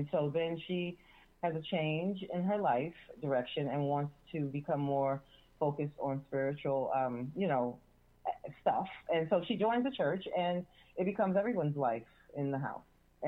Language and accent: English; New York, United States; when you asked me how it felt growing up in New York, the look back is more impactful.